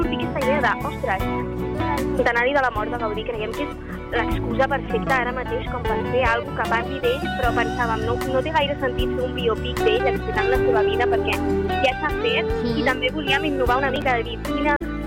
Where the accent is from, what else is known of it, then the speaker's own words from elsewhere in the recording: Vilanova i la Geltrú, Catalonia, Spain; jo soc de Vilanova i la Geltrú.